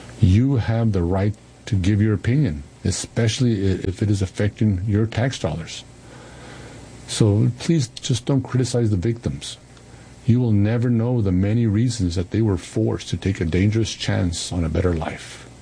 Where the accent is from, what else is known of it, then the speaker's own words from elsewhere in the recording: El Paso, Texas, United States; I was born and raised in El Paso. My parents and grandparents were also born in El Paso. So when I ask when I'm asked about my nationality, I tell people that I'm a full-blooded Texican.